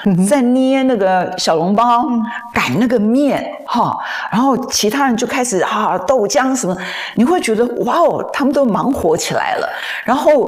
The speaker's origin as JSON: {"language": "Chinese", "town": "Yonghe", "region": "New Taipei", "country": "Taiwan", "tie": "born or raised there", "said": "我小时候是在永和"}